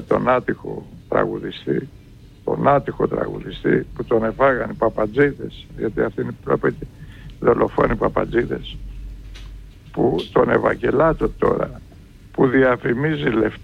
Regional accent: Nea Ionia, Greece; από τη Νέα Ιωνία και σε ευχαριστώ που είπατε και για την πόλη μου που έχω μεγαλώσει και γεννηθεί εκεί.

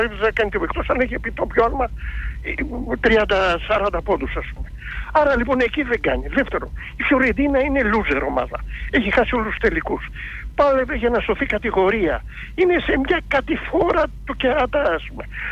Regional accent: Attica, Greece; από τα Βόρεια Προάστια.

